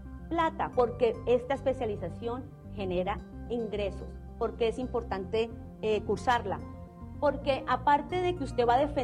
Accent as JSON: {"language": "Spanish", "region": "Llanos Orientales", "country": "Colombia", "tie": "born there", "said": "Soy hija del Llano, egresada de esta universidad"}